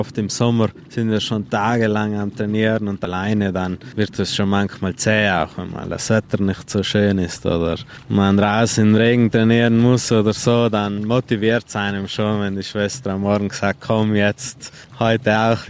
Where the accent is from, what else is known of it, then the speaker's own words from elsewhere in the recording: Trentino-Alto Adige, Italy; Wir sind ja hier in den Bergen aufgewachsen und mit viel Schnee im Winter immer.